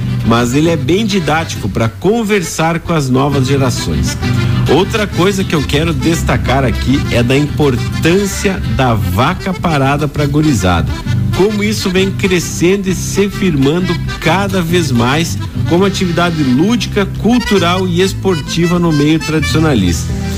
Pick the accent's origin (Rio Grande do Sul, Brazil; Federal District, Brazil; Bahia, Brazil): Rio Grande do Sul, Brazil